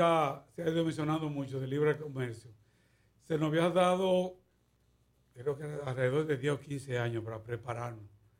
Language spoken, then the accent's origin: Spanish; Dominican Republic